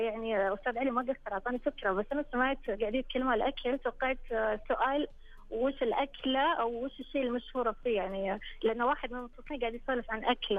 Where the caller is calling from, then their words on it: Taif, Makkah Province, Saudi Arabia; مدينة من الطايف.